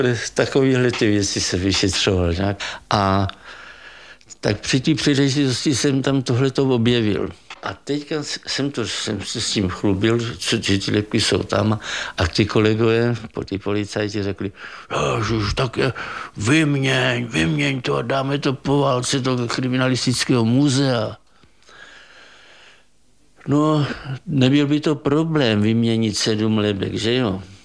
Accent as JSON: {"language": "Czech", "town": "Vysoké nad Jizerou", "region": "Liberec Region", "country": "Czechia", "tie": "born or raised there", "said": "Moje rodačka Vysokého nad Jizerou, Aninka Zemánková, si vzala syna hostinského Jarolímka z Libně."}